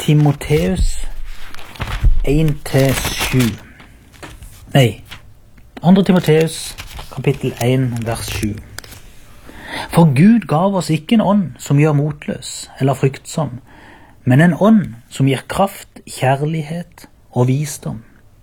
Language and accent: Norwegian; Byremo, Agder, Norway